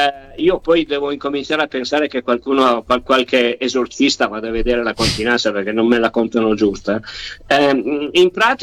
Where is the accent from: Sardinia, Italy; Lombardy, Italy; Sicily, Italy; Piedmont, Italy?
Piedmont, Italy; Turin; io sono di Torino